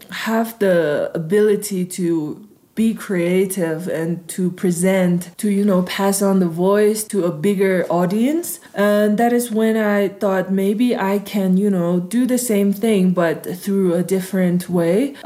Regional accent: Lhasa, Tibet, China; I grew up in Lhasa, and we have been growing up surrounded by mountains.

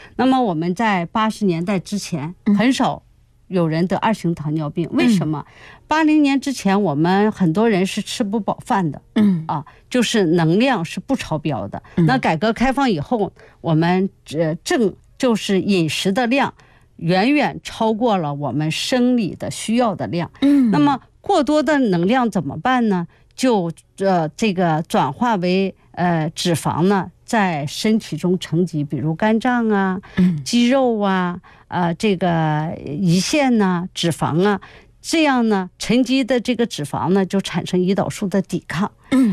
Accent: China; 而我们中国人恰恰是以餐后血糖高为主

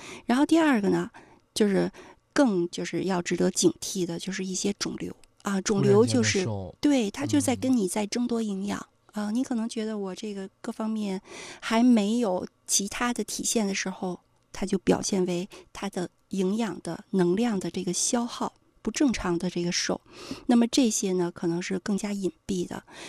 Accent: China; 特别是我们中国人

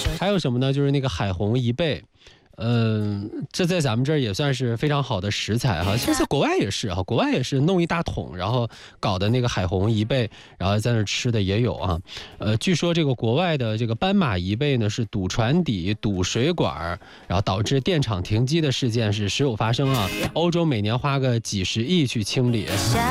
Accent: Zhejiang, China; 咱们浙江人

